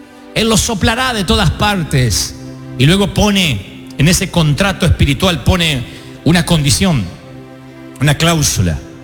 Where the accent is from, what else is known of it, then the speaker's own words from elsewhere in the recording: Argentina; Quien no me conoce y que sabe que soy argentino